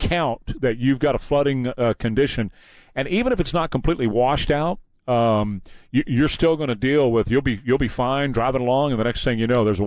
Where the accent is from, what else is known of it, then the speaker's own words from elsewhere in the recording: Missouri, United States; I'm from Missouri